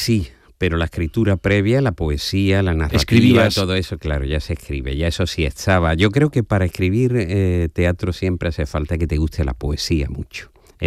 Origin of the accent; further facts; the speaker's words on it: Jerez de la Frontera, Andalusia, Spain; que yo soy del barrio de San Miguel